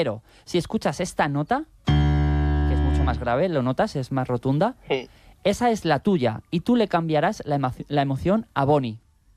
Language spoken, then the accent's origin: Spanish; Terrassa, Catalonia, Spain; Yo soy de Tarrasa